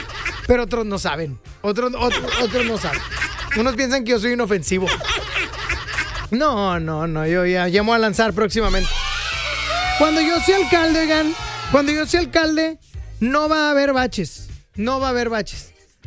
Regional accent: San Nicolás, Nuevo León, Mexico; born there; also born or lived in Apodaca / General Escobedo; Nunca he vivido en Guadalupe. Nomás he vivido en tres municipios. Ya decidan ustedes. Nada más he vivido en San Nicolás, Apodaca y Escobedo. Uno de esos tres es.

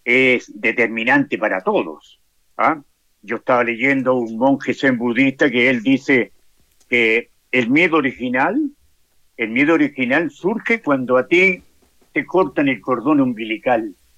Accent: Valparaíso, Chile; born there; yo nací en el Cerro Barón, no en el Cerro Santinés.

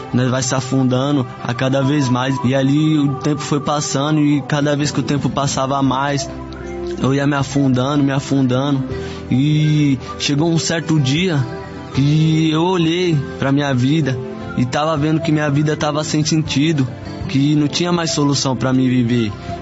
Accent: Diadema, São Paulo, Brazil; Eu sou da cidade de Diadema, bairro Serraria, e frequento a Igreja Pentecostal Deus Amor, Vila Santa Maria.

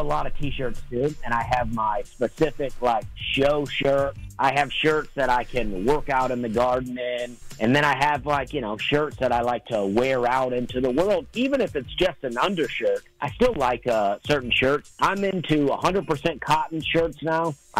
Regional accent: Alabama, United States; now in Nashville, United States; You know, I grew up in Alabama, and a big reason for moving to Nashville was that I like country music.

